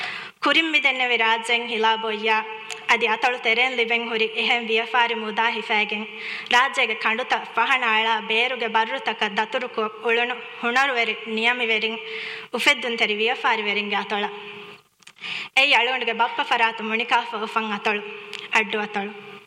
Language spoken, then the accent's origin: English; Maldives; first language Dhivehi; English is a second language; I will first share this in Divehi, my mother tongue.